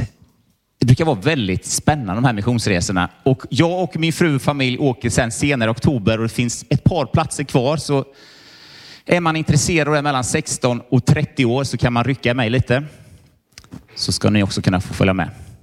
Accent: Mullsjö, Jönköping County, Sweden; now in Jönköping, Sweden; Alltså jag är från början, kommer faktiskt från Mullsjö, så jag är västgöte.

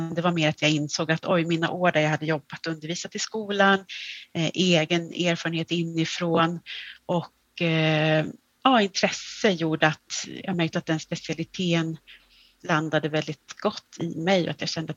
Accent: Södermanland, Sweden; now in Falun, Sweden; Vi flyttade dit 2009 och är från Sörmland från början. Men har bott där rätt så länge i Dalarna nu.

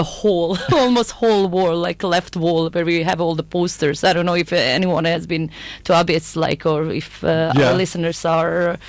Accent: Bosnia & Herzegovina; English is a second language; I'm originally from Bosnia, actually

